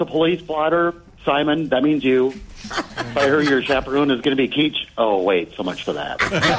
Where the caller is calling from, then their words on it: South St. Paul, Minnesota, United States; from South St. Paul.